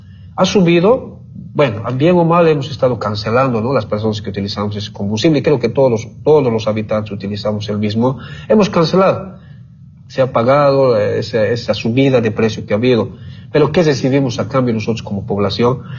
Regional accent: Bolivia; porque al final todos somos bolivianos.

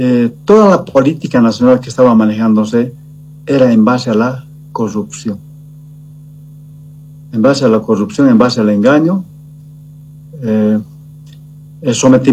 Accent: Bolivia

